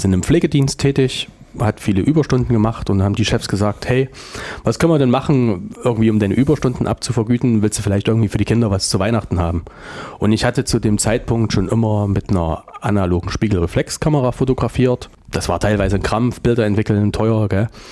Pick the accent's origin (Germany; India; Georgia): Germany; Weimar, Thuringia; Ich bin gebürtiger Weimarer, befasse mich ganz viel mit der Stadtgeschichte.